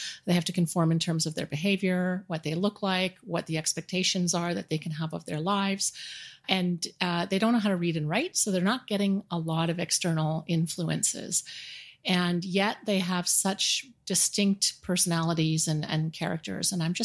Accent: Toronto, Ontario, Canada; I'm from Toronto, actually walking distance from the studio, so I was super excited to be able to walk here after work and participate.

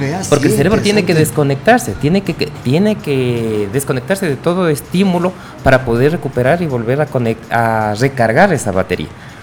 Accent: Quito, Pichincha, Ecuador; soy de ese escaso y reducido número de quiteños 100%, porque yo soy quiteño.

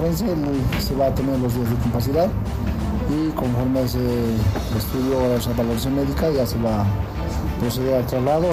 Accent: Bolivia; nos encontramos todos como ciudadanos bolivianos

